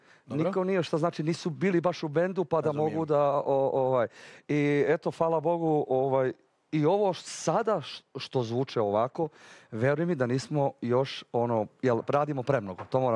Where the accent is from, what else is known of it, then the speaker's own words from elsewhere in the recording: Stari Bar, Bar Municipality, Montenegro; Ja sam iz Starog Vara, tako da smo 70 km udaljeni.